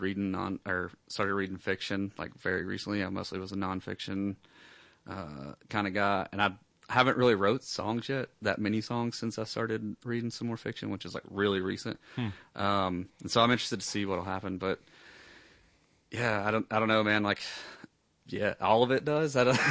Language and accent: English; Calhoun, Georgia, United States; moved away as an adult; now in Chattanooga, United States; I'm from Calhoun.